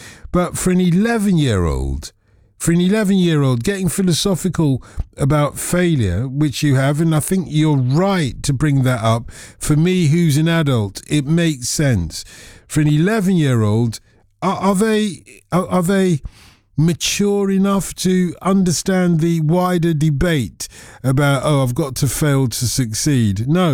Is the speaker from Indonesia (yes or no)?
no; Nigeria; accent: Nigerian; I'm not going to put on my Nigerian accent, but sometimes I cannot help it.